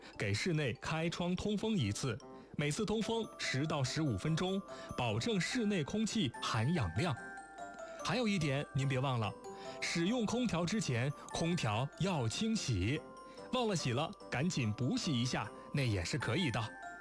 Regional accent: Northeast China, China; 就是东北人对这个香瓜啊有着格外的这个情节，就是真的就是这，我觉得在我们那边就真的我可以不吃西瓜，但夏天我一定得吃香瓜。

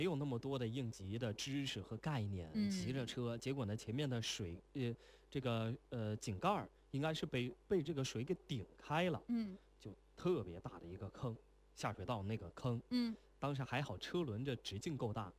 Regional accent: southern China, China; 我是南方人嘛

